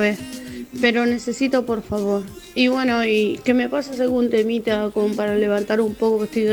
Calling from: Dock Sud, Buenos Aires Province, Argentina; yo vivo acá en el barrio Isla Maciel.

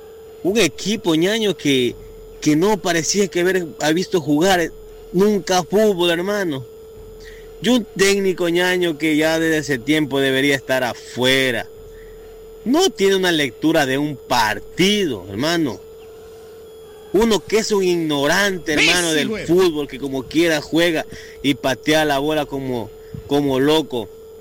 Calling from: Ecuador; los que realmente somos ecuatorianos

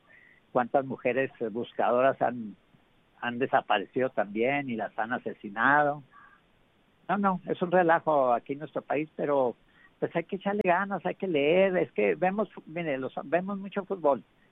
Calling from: Mexico

